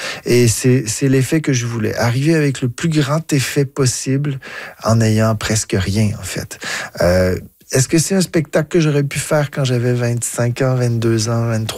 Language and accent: French; Ottawa, Ontario, Canada; J'ai grandi à Ottawa